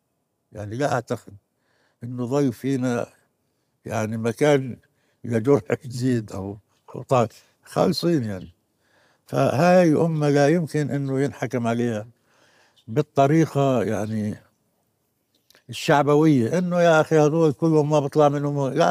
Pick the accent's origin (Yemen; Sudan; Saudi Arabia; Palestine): Palestine; فإحنا اثنين يعني عرفوا إنه إحنا فلسطينيين.